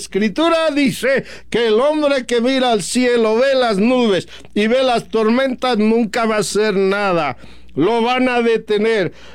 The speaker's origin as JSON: {"language": "Spanish", "country": "Mexico"}